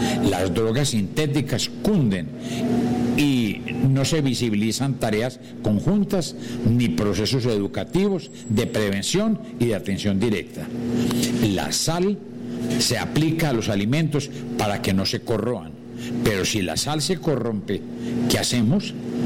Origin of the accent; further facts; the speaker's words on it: Paisa region, Colombia; Somos orgullosamente paisas